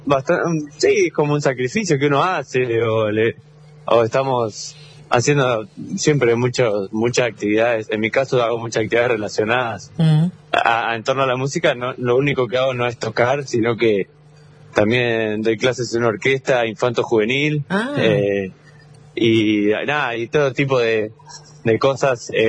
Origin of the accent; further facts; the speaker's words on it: Córdoba, Argentina; now in Santa Rosa, Argentina; Sí, soy cordobés, en realidad, pero estoy radicado ahí, en Santa Rosa.